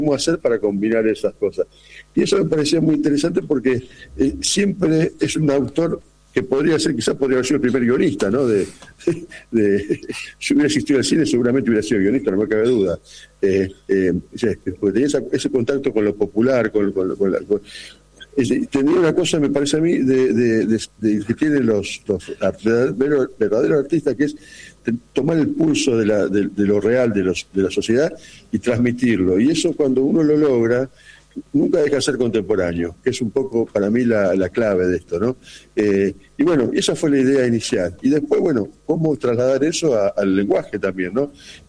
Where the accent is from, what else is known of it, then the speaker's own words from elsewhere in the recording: Santa Fe, Argentina; Claro, somos provincianos, pero no nos asumimos como provincianos. Ningún rosario dice soy santafesino, y somos de Santa Fe.